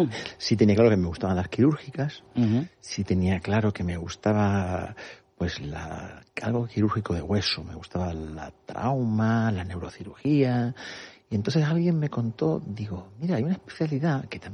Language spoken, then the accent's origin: Spanish; Canary Islands, Spain